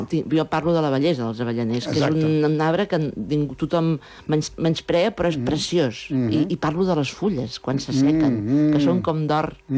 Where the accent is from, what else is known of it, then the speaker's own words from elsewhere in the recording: Vilaplana, Catalonia, Spain; I també parlo d'una cosa molt bonica del meu poble, que ara tinc ganes de dir-ho, Vilaplana, que allí tenim un rellotge que són les muntanyes.